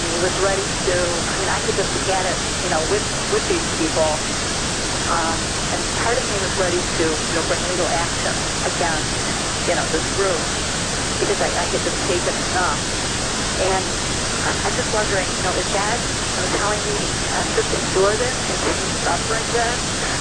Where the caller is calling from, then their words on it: Livonia, Michigan, United States; I'm calling from Livonia, Michigan